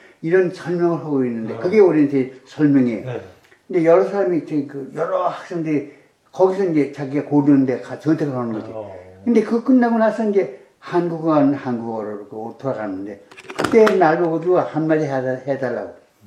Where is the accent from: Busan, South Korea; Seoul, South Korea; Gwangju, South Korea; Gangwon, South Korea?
Seoul, South Korea; born there; 근데 내가 하는 나 서울 태생인데